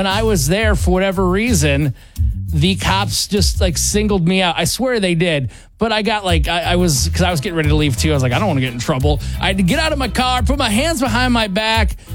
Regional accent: Howell, Michigan, United States; I grew up in Howell.

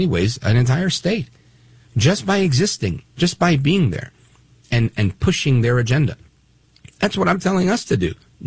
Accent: Brooklyn, New York, United States; I grew up in Brooklyn, New York, with a lot of Jewish people, but there were also a lot of Muslims

